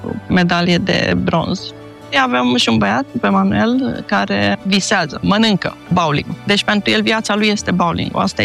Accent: Romania; now in Sweden; cineva care nu știe că-s româncă și le spun, sunt din România

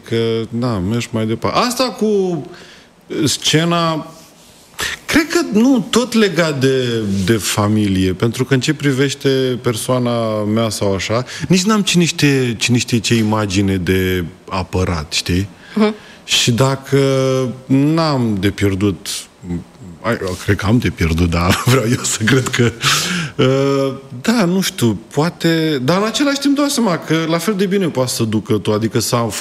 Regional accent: Buzău, Buzău County, Romania; accent: Buzău (slightly Moldavian); moved away; eu nu înțeleg asta cu accentul în Buzău, eu cred că doar eu l-am.

